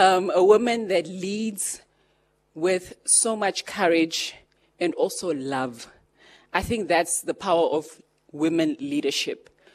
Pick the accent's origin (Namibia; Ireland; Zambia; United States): Namibia; although I come from the South.